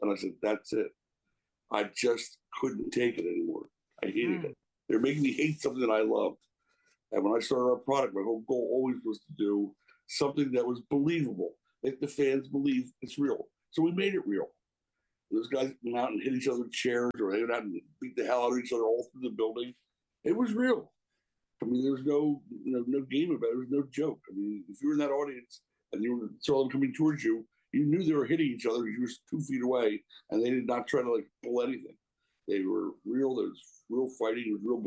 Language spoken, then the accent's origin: English; Philadelphia, Pennsylvania, United States; I'm from the Philadelphia area, suburb of Philadelphia.